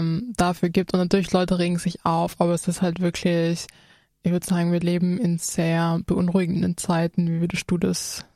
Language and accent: German; Austria; als Österreicherin